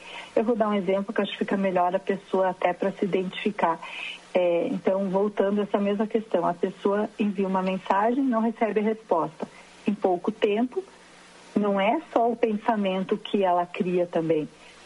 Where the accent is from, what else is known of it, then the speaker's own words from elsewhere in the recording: Alegria, Rio Grande do Sul, Brazil; born there; moved away; Eu sou de Alegria